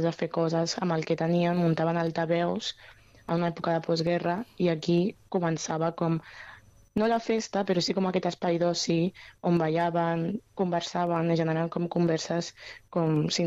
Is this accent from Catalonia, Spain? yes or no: yes; Mollet del Vallès, Catalonia, Spain; som de Mollet, hem estat creixent a Mollet